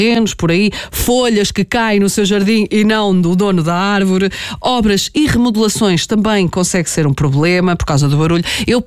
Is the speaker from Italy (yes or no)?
no; Portugal; somos portugueses